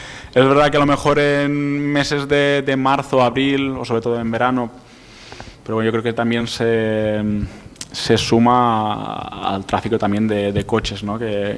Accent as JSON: {"language": "Spanish", "region": "Balearic Islands", "country": "Spain", "lives_now": "Mallorca, Spain"}